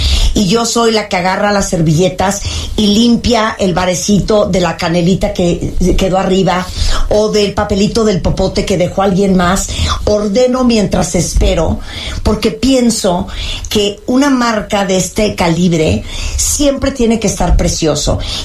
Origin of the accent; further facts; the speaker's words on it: Chiapas, Mexico; No. Soy hija de Doña Adela, pero, oriunda de Chiapas.